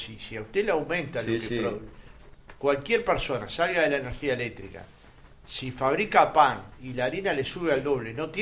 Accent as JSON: {"language": "Spanish", "region": "Montevideo", "country": "Uruguay", "tie": "born there", "said": "Yo nací en Vilar de Boy"}